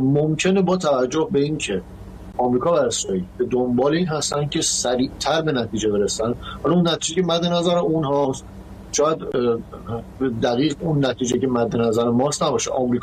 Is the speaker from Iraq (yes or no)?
no; Iran; من شخصا به عنوان یک ایرانی آرزو میکنم که اهداف جوری باشه که رنج زیادی به مردم کشور من وارد نشه، به عزیزان من که در ایران هستن وارد نشه